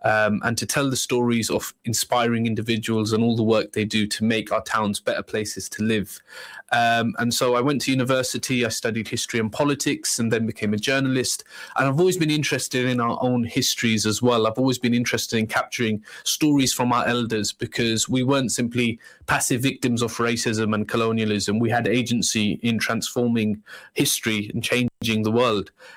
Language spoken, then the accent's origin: English; Luton, East of England, United Kingdom; born and bred in Luton, still live in the town. My granddad was here. My dad grew up in Luton as well. I'm British Kashmiri. Family's from Mirpur in Azad Kashmir.